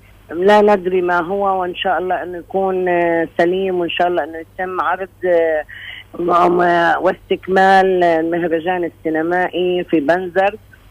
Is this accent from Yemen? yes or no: no; Palestine; ونحن بفلسطين